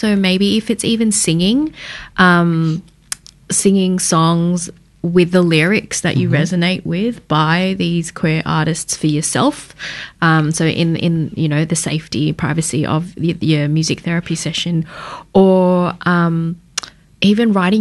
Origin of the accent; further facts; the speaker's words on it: Sydney, New South Wales, Australia; sorry, I'm from Sydney originally, so I've just shown you my roots there.